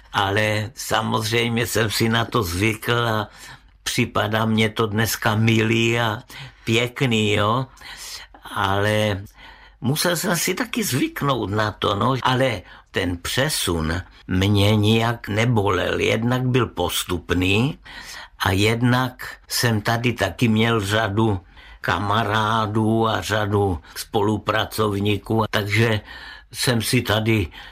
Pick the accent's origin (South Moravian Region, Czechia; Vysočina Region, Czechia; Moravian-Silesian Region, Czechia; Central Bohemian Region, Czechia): South Moravian Region, Czechia; Brno; accent: Brno dialect (brněnština); moved away as an adult; now in Prague, Czechia; jak já mluvím tak brněnsky někdy